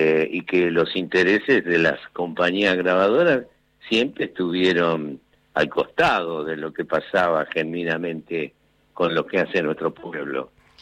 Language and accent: Spanish; Quilmes, Buenos Aires Province, Argentina; also born or lived in Capitán Sarmiento; de donde yo viví de chico, después cuando me crié acá, cerca de Quilmes, en Don Bosco